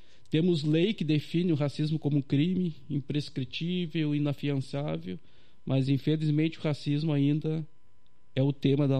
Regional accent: Pelotas, Rio Grande do Sul, Brazil; Então eu vim da periferia de Pelotas, né, mais especificamente aí da Vila dos Tocos, que é uma vila que fica passando a Coab Guabiroba ali, né. Então era um menino negro, né, cheio de sonhos, filho de agricultor familiar, de quitandeiro, benzedor

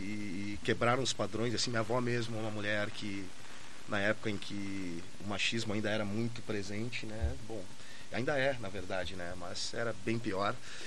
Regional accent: Pelotas, Rio Grande do Sul, Brazil; Do lugar de onde eu venho, assim, e eu sou cria da Perré ali, né?

